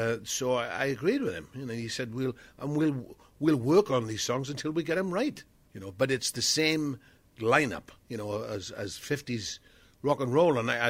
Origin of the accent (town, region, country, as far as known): Wales, United Kingdom; born or raised there